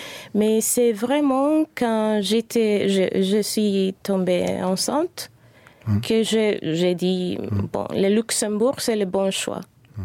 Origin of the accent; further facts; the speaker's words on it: Cuba; moved away as an adult; Premièrement, je suis partie de Cuba, j'ai quitté le pays seule.